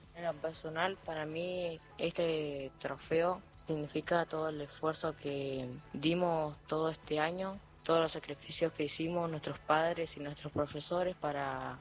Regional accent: Allen, Río Negro, Argentina; tengo 12 años, soy de Allen

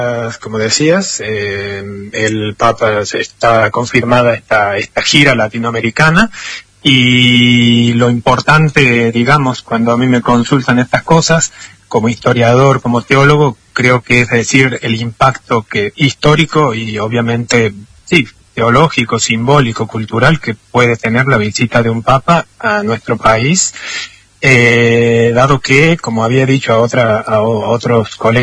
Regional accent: Córdoba, Argentina; now in Italy; Soy cordobés, y no sé si se siente la tona.

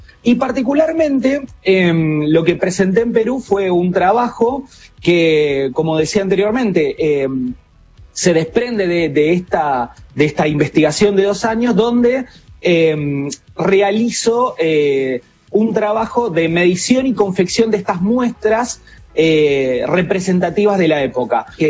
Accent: Santa Fe, Argentina; yo como santafesino

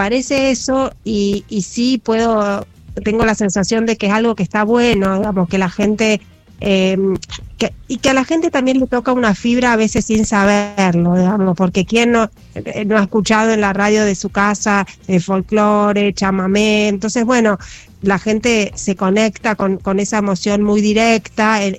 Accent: Esquina, Corrientes, Argentina; moved away; mi infancia pasó en Corrientes, también en Esquina.

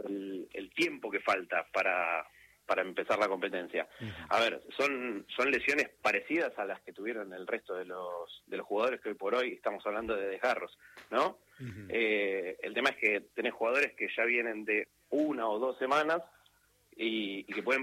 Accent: Argentina; el argentino en general, porque somos todos hinchas

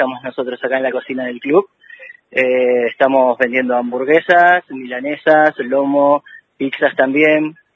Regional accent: Playa Unión, Chubut, Argentina; No lo conocía porque no soy acá de Esquel. Así que nada. ¿Dónde sos? De Playa Unión.

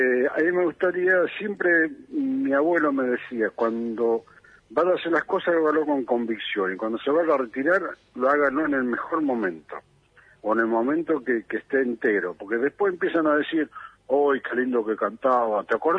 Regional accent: Patagonia, Argentina

